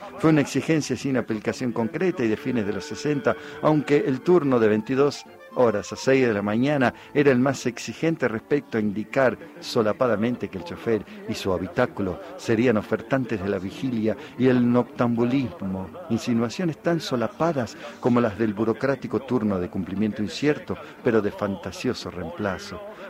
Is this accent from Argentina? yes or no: yes; Buenos Aires, Argentina; y te lo tengo que decir así, viste, como porteño